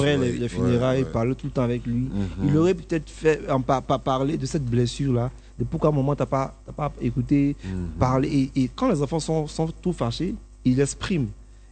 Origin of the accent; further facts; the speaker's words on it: Côte d’Ivoire; ici, en Afrique, et chez nous, en Côte d'Ivoire